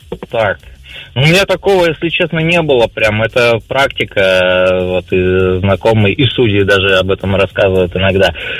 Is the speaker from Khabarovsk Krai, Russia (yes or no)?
yes; Khabarovsk, Khabarovsk Krai, Russia; Я вообще с Хабаровска